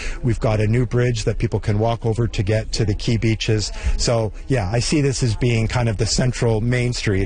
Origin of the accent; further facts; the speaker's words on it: Toronto, Ontario, Canada; I didn't mention this, but I grew up in Toronto, but in the 1970s when I was a wee lad, my parents actually came here and camped